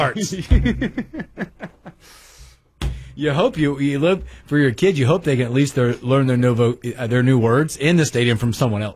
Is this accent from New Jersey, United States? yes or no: no; Charlotte, North Carolina, United States; I grew up in a big city. We grew up in Charlotte.